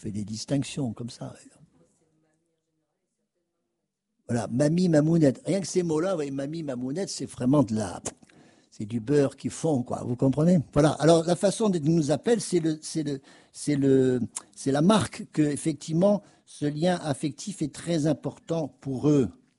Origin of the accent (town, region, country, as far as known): France